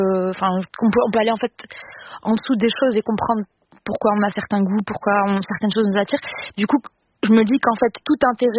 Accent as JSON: {"language": "French", "country": "Morocco"}